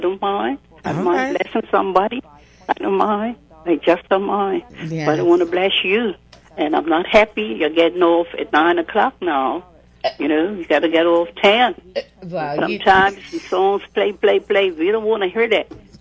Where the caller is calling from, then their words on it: Devonshire, Bermuda; I'm calling from Devonshire.